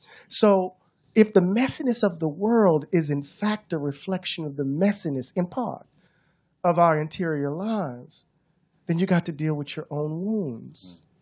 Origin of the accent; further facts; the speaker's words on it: Mississippi, United States; I'm from Mississippi.